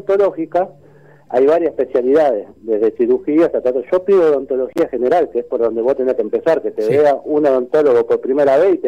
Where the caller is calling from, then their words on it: Villa Bosch, Buenos Aires Province, Argentina; yo vivo en Villa Bosch, en el municipio de 3 de Febrero.